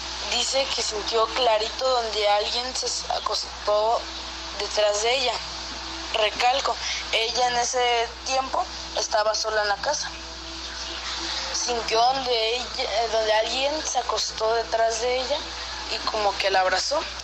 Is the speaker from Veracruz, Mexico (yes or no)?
yes; Coatzacoalcos, Veracruz, Mexico; Buenas noches, Gina y Nacho … Soy de Coatzacoalcos, Veracruz.